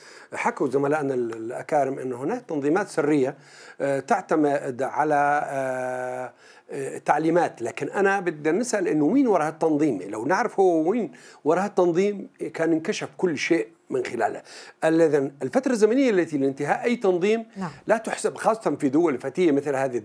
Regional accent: Syria; كإحنا كسوريين

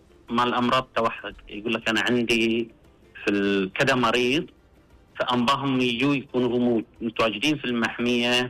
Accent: Eastern Province, Saudi Arabia; احنا عندنا في الشرقية ما عندنا لا حدائق ولا يعني حديقة حيوان ما عندنا.

